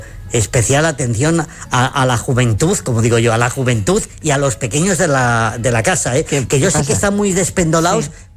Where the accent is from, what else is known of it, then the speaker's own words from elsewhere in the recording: Zamora, Castile and León, Spain; como soy de Zamora y soy muy chulo